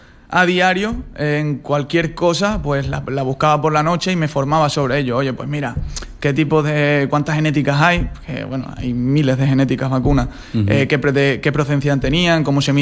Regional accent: Mérida, Extremadura, Spain; moved away as an adult; now in Lanzarote, Spain; Yo vengo de Extremadura, en Mérida, uh-huh. Pecho lata, romano.

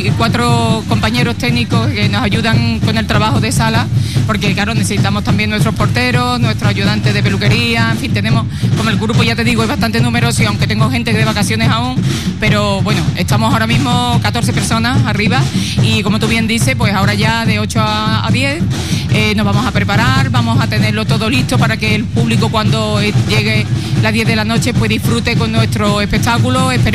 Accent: Spain; moved away; Yo soy de Alaní, yo me siento

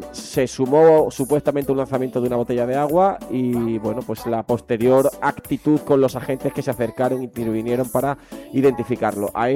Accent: Andalusia, Spain; yo que soy del condado de Huelva

